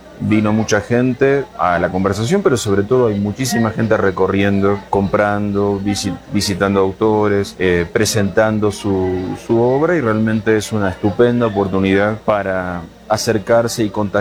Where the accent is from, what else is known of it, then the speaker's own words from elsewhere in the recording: Argentina; en mi país, Argentina